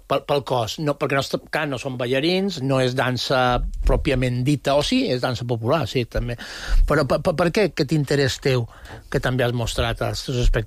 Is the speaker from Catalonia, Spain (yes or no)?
no; Palma, Balearic Islands, Spain; jo som del Terreno